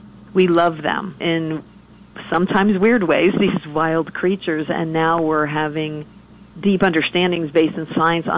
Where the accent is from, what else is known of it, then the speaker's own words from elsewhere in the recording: Miami, Florida, United States; having the luxury like you did of growing up in Miami, I had the Everglades, the Keys, you know, the beach is at my disposal.